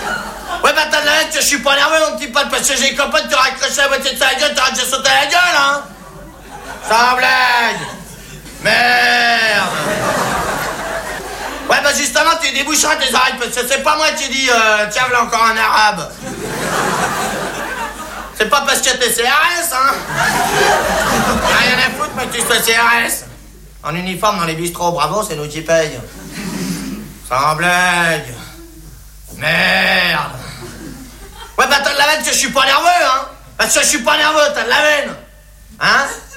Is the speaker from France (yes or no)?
yes; France